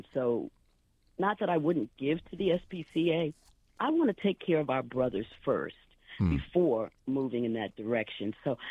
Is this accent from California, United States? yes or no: no; Washington, District of Columbia, United States; born there; now in Arlington, United States; I'm from Arlington, Virginia. I was born in Washington, D.C., because Arlington has quite a colorful history.